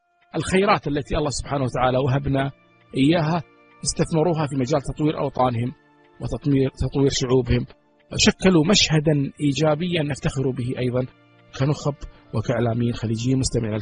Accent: Kuwait; شاهدت الكويت وشاهدت بلدي الكويت

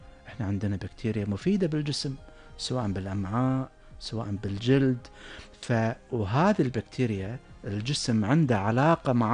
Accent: Kuwait; احنا ترى عندنا طابع خاص بحياة الكويت

